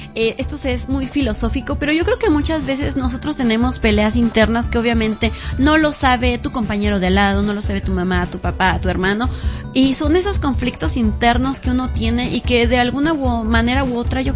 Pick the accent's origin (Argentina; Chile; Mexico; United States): Mexico; Ya saben cómo somos el público mexicano.